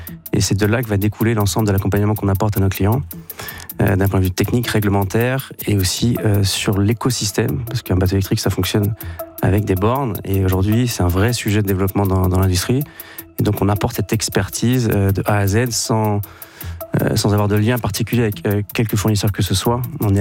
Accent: Saint-Malo, Brittany, France; born there; also born or lived in London; Je suis né à Saint-Malo, donc on est...

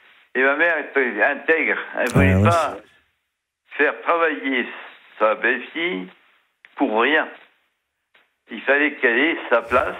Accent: Algeria; now in France; D'abord, je suis pied-noir d'origine. Mes parents aussi.

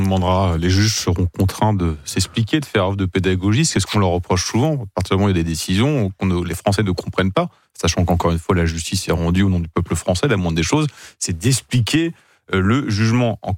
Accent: France; moi, en tant que Français simple

